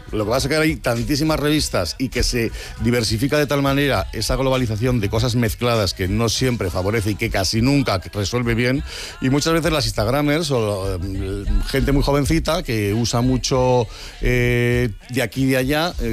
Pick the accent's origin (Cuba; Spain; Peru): Spain; Madrid, Community of Madrid; yo soy madrileño, pero soy de madre aragonesa.